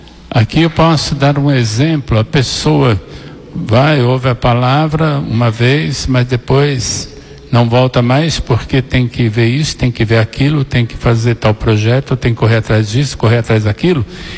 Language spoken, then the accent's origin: Portuguese; Minas Gerais, Brazil; como mineiro que somos